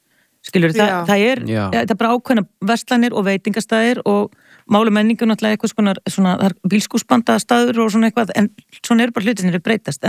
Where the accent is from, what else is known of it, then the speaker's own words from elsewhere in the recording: Hafnarfjörður, Capital Region, Iceland; moved away as an adult; ég reyndar alveg upp í Hafnarfirði, þannig ég var ekki daglega gestur í borginni fyrir en ég var tvítug þegar ég flutt úr Hafnarfirði.